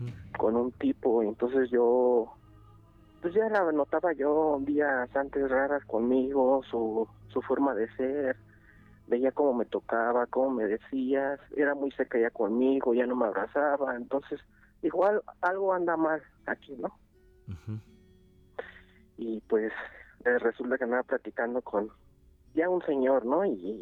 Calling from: Iztapalapa, Mexico City, Mexico; Me encuentro aquí en Iztapalapa.

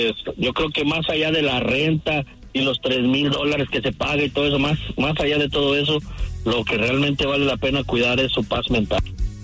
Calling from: Stockton, California, United States; de Stockton.

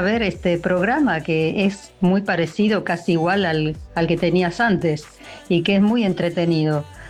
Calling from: Villa Ballester, Buenos Aires Province, Argentina; de Ballester.

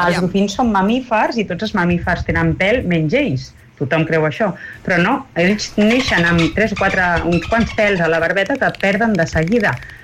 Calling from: Terrassa, Catalonia, Spain; som de Terrassa

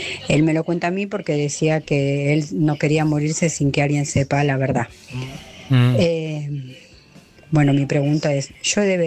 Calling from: Rafael Calzada, Buenos Aires Province, Argentina; de Rafael Calzada.

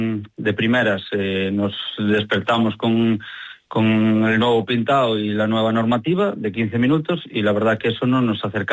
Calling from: Vilagarcía de Arousa, Galicia, Spain

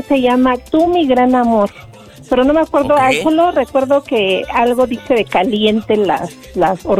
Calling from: Mexico City, Mexico; Acá en la alcaldía Magdalena Contreras

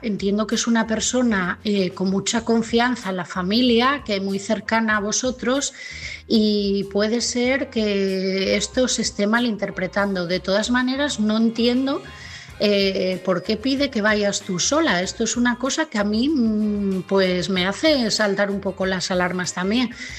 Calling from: Asturias, Spain; de Asturias

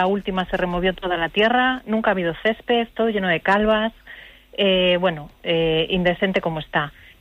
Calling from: Valladolid, Castile and León, Spain; Yo le llamo de Villa del Prado

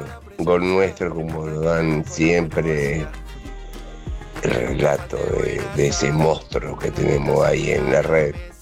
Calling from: Isidro Casanova, Buenos Aires Province, Argentina; Tengo 61 años.

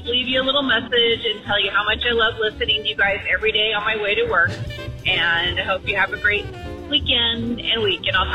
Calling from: Newport, Oregon, United States; I'm calling from Newport, Oregon

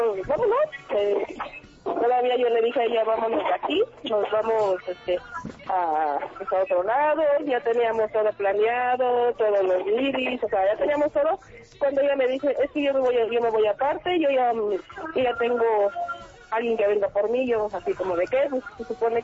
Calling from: Cuautitlán, State of Mexico, Mexico; Yo vivo en Cuautitlán.

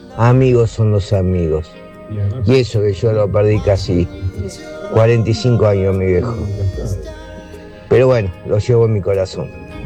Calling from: Buenos Aires, Argentina; de Floresta.

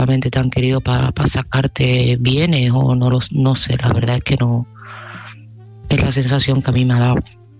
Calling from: Seville, Andalusia, Spain; de Sevilla

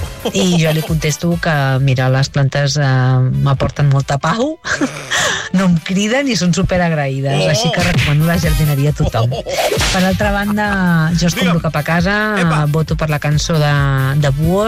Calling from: Sant Vicenç dels Horts, Catalonia, Spain; de Sant Vicenç dels Horts.

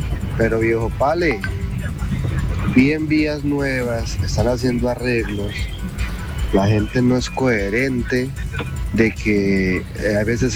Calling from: Villavicencio, Meta, Colombia; aquí en Villavicencio estamos acostumbrados

